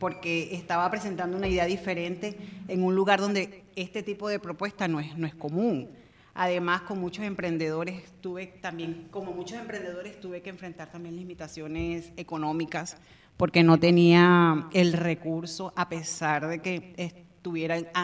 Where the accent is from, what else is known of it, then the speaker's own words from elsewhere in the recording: San Juan del Cesar, La Guajira, Colombia; mi pueblo, en San Juan.